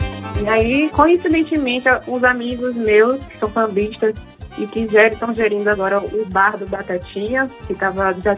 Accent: América Dourada, Bahia, Brazil; Eu sou do interior da Bahia, da cidade chamada América Dourada, e lá as pessoas da minha época gostavam muito de ouvir forró.

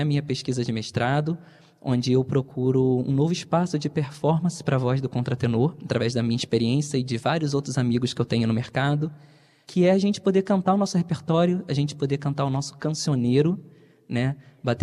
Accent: Rio de Janeiro, Brazil; eu sou da região do Vale do Café, eu estava participando do festival

